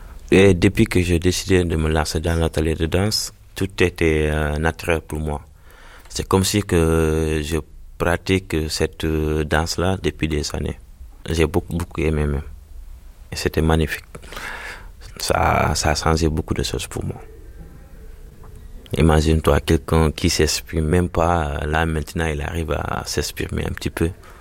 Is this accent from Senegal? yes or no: yes; Dakar, Senegal; now in Drancy, France; je suis du Sénégal, précisément à Dakar, capitale. Du coup, je suis en France depuis 2021. J'habite à Drancy.